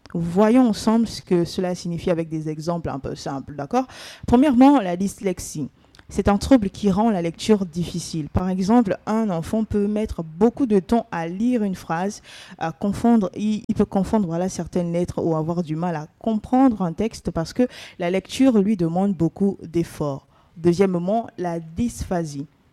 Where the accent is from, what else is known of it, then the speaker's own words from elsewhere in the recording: Gabon; Et chez nous au Gabon